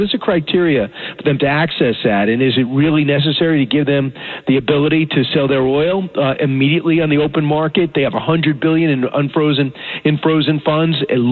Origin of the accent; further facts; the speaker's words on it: Long Island, New York, United States; I grew up here in Long Island, and, I work in the city now for about 30 years.